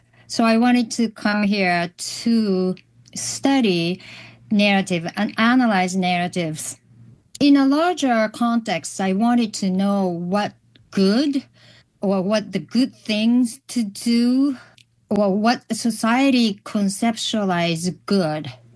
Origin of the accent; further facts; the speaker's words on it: Hiroshima, Japan; moved away; Growing up in Hiroshima, and especially in the 70s, 80s